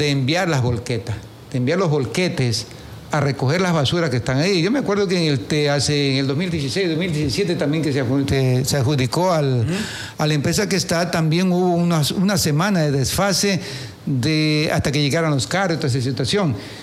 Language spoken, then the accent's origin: Spanish; Quevedo, Los Ríos, Ecuador; soy de San Camilo